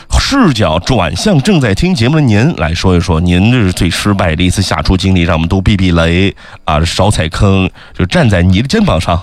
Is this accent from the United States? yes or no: no; China; 中国人我们中国人